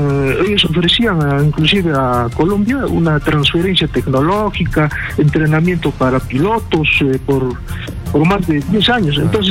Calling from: Cusco, Peru; De Cusco.

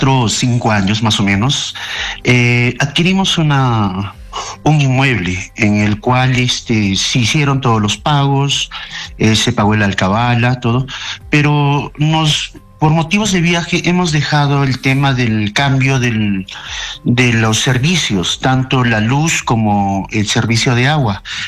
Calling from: Cusco, Peru; Le llamo de la ciudad de Cusco.

